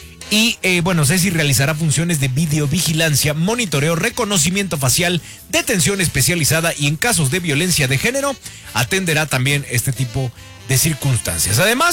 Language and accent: Spanish; Mexico; Somos mexicanos, mi querida Vivi, y seguramente encontraremos la manera de convencer y persuadir a un policía robot de que nos dé chance.